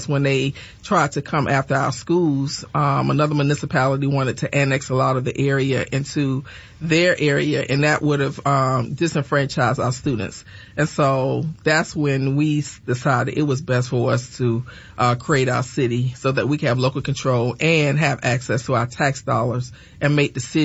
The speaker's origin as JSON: {"language": "English", "town": "Savannah", "region": "Georgia", "country": "United States", "said": "I'm from Savannah, Georgia."}